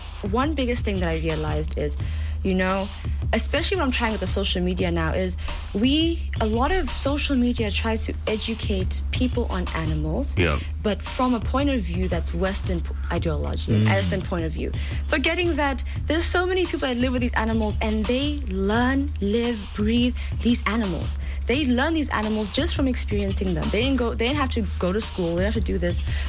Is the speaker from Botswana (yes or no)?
yes; Botswana; And I grew up in Botswana, and even though my Setswana is, it's getting there, I'm learning Setswana.